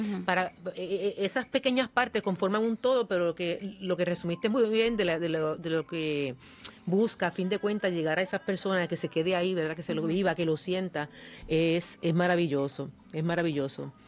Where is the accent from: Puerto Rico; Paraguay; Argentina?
Puerto Rico; Patillas; En mi pueblo ahora mismo se está filmando en Patillas